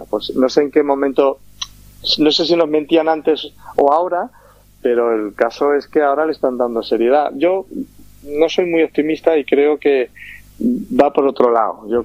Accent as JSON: {"language": "Spanish", "region": "Extremadura", "country": "Spain", "tie": "born or raised there", "also_born_or_lived": "Teruel", "said": "y soy extremeño, ¿eh? O sea, nacido en Teruel, pues me considero más extremeño por mi familia, donde más años he vivido, ¿no?"}